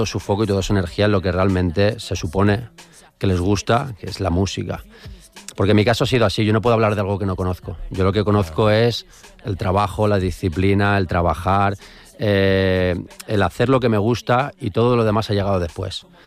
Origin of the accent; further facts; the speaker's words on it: Valencian Community, Spain; Soc valencià, soc valencià. Podem parlar valencià